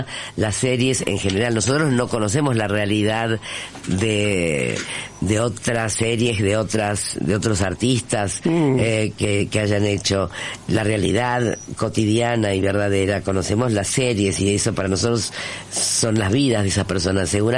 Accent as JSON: {"language": "Spanish", "country": "Argentina", "also_born_or_lived": "Spain", "moved": "as an adult", "said": "siendo argentina, me habían como quitado una parte de mi identidad."}